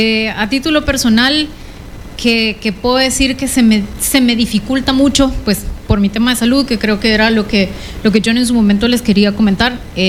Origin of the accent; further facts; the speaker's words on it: El Salvador; Nosotros venimos de El Salvador.